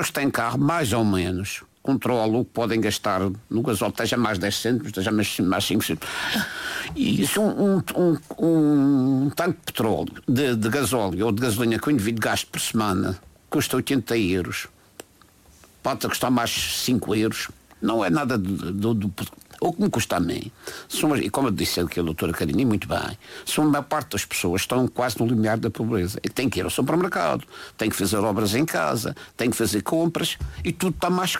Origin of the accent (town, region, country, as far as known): Portugal